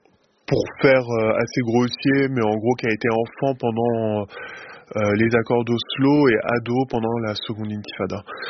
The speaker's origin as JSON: {"language": "French", "country": "France", "said": "sachant que je suis français, encore une fois, en tant que français, nous avons un accès obscène à la mobilité"}